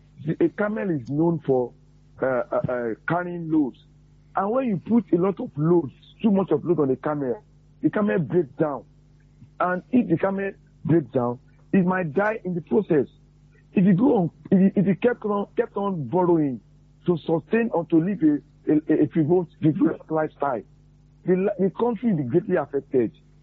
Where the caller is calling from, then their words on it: Nigeria; calling from Akwata.